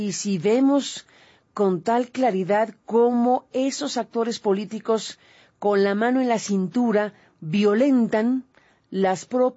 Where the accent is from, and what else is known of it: Mexico